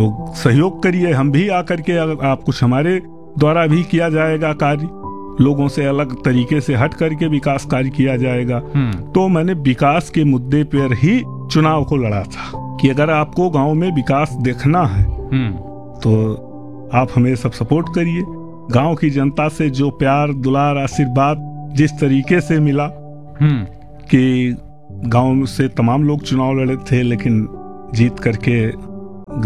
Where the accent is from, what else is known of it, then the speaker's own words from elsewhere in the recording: Sangwa, Uttar Pradesh, India; संगवा के ही निवासी हैं